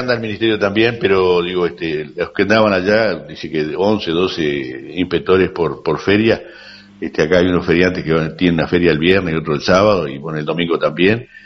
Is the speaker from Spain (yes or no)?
no; Uruguay; somos uruguayos